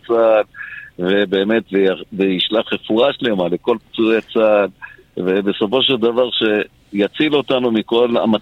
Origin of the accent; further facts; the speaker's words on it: Kiryat Malakhi, Southern District, Israel; בגלל שאני באתי עם קריית מלאכי, אני גדלתי בקריית מלאכי, ולכן אני מביא את קריית מלאכי לכנסת.